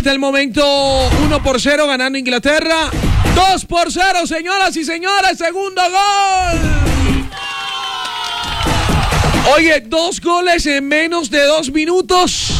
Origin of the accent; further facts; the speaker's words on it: Caribbean coast, Colombia; now in Bogotá, Colombia; Soy costeño, pero me siento querido por esta hermosa ciudad